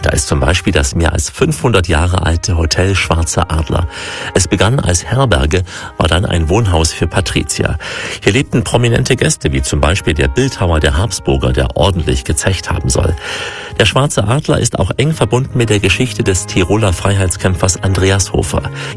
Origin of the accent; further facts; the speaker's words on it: Saxony, Germany; Als Sachse kennt man den Bautzner.